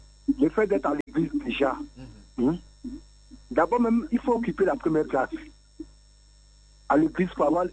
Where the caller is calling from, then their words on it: Abidjan, Côte d’Ivoire; je vous appelle de Williamsville.